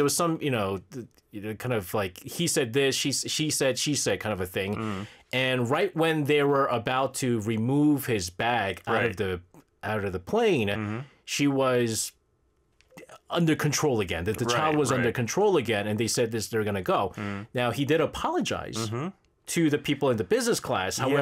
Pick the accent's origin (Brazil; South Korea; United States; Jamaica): South Korea; Something that a lot of us had when we grew up in Korea.